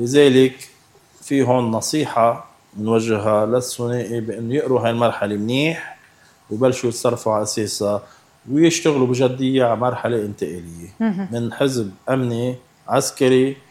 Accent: Lebanon; بما خصنا نحن كلبنانيين

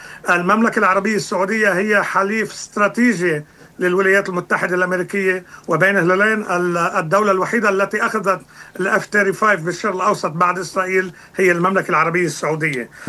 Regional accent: Lebanon; مثل حزب الله عندنا في لبنان

